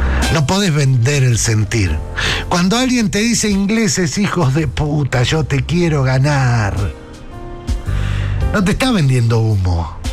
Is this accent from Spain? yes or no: no; Argentina; somos Argentina, nosotros somos esto